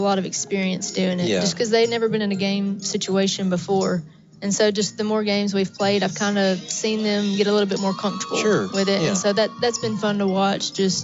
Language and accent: English; the South, United States; growing up in the South, everybody watches football.